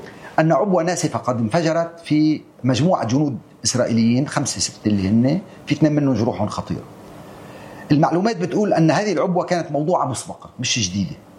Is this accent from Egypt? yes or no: no; Lebanon; نحن كلبنانيين